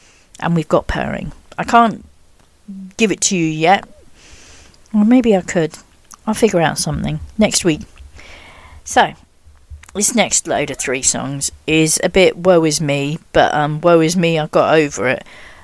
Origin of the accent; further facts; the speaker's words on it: England, United Kingdom; I'm English.